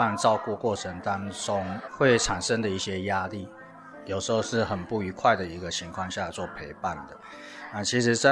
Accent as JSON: {"language": "Chinese", "country": "China", "said": "我们中国人习惯讲孝道。"}